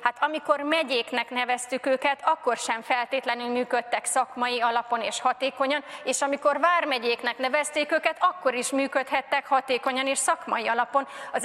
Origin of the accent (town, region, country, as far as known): Hungary